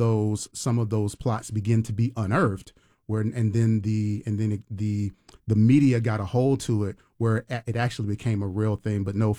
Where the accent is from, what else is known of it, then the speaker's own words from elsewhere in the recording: Tampa, Florida, United States; Not only am I an artist, but I'm also from Tampa.